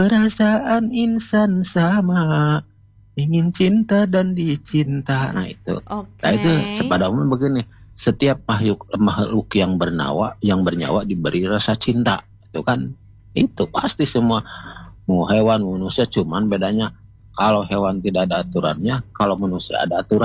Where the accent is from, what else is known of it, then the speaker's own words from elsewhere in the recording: Bogor, West Java, Indonesia; born there; Saudara banyak sekarang di Bogor. Dan memang saya lahir di Bogor.